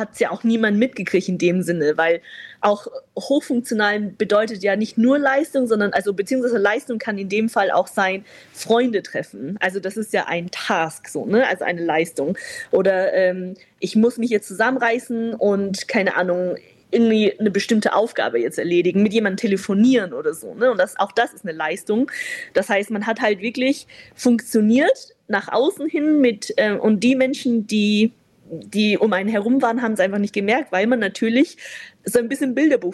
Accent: Vienna, Austria; born there; also born or lived in China

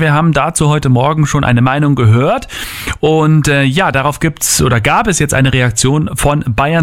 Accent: Bad Reichenhall, Bavaria, Germany; Also bei uns zu Hause in Bad Reichenhall, da geht der Fahrradweg vorbei, mein lieber Scholli.

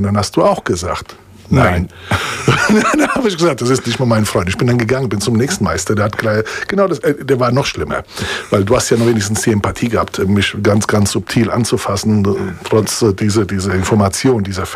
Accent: Italy; now in Germany; kam als Italiener

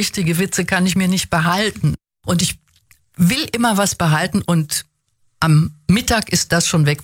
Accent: Offenbach, Hesse, Germany; born there; also born or lived in Frankfurt; Ich bin in Offenbach geboren, habe aber viele Zeit in Frankfurt zugebracht bei meinen Großeltern, wo ich einen Teil meiner frühesten Jugend verbracht habe.

